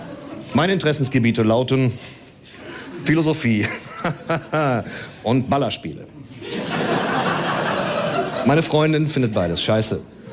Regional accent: Dortmund, North Rhine-Westphalia, Germany; Ich komme ja aus Dortmund.

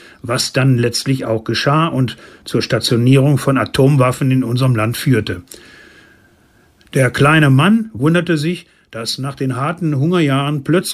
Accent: Essen, North Rhine-Westphalia, Germany; Das galt insbesondere für das Ruhrgebiet und meine Heimatstadt Essen.

